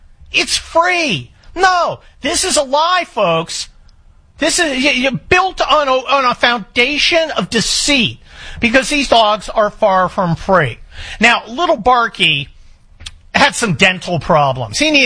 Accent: Scotland, United Kingdom

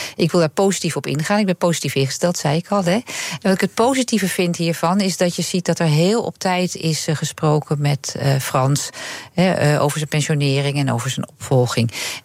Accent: Netherlands

